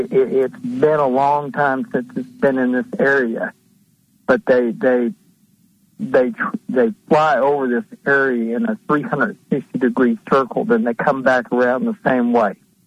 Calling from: Tennessee, United States; from Tennessee.

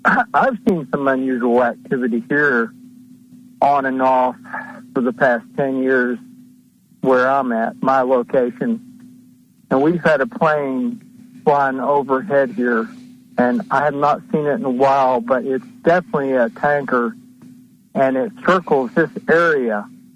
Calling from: Tennessee, United States; from Tennessee.

